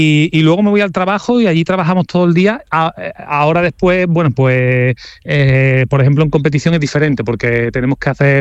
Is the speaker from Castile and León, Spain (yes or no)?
no; Seville, Andalusia, Spain; moved away as an adult; also born or lived in Cádiz; now in Qatar; yo estaba muy asentado y afincado en Cádiz. Yo soy de Sevilla, pero estaba muy asentado en Cádiz